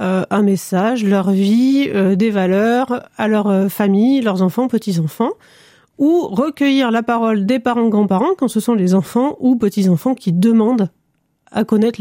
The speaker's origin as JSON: {"language": "French", "town": "Brive-la-Gaillarde", "region": "Nouvelle-Aquitaine", "country": "France", "tie": "born or raised there", "moved": "yes", "lives_now": "Limoges, France", "said": "je suis biographe, on en reparlera après. Et je suis originaire de Brive et je vis et exerce à Limoges."}